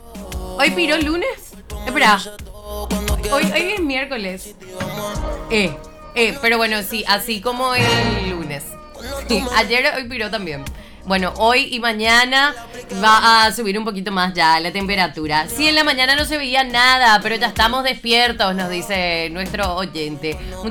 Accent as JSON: {"language": "Spanish", "country": "Paraguay", "said": "Esos somos los paraguayos que estamos alrededor del mundo."}